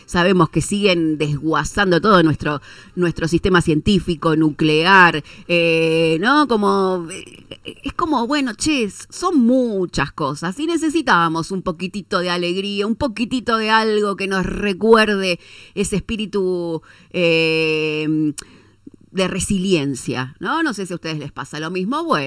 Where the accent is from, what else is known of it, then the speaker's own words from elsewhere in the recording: Argentina; necesitamos un poco esa épica como pueblo argentino